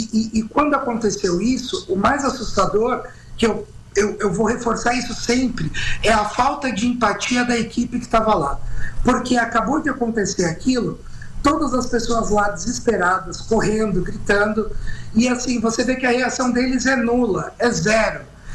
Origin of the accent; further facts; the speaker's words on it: São Paulo, Brazil; Eu sou do litoral, aqui da Baixada.